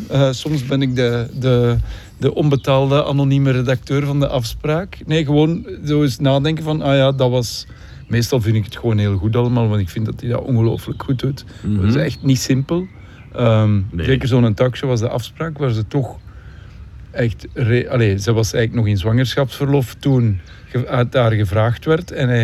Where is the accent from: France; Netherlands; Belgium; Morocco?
Belgium; Leuven, Flanders; alle drie in Leuven geboren en ja, gebleven.